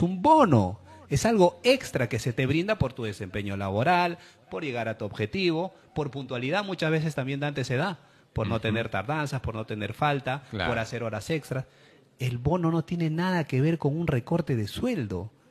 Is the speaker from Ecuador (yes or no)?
no; Peru